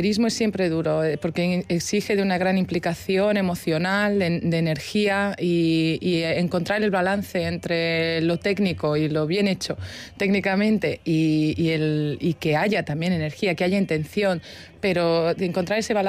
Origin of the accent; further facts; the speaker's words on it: Madrid, Community of Madrid, Spain; Sí, soy de Madrid.